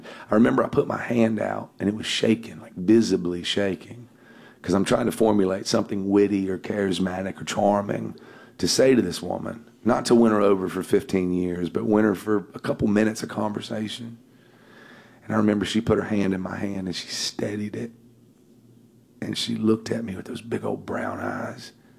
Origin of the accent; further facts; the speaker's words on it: North Carolina, United States; Where I'm from, I'm a redneck from North Carolina. You don't keep dogs in your house.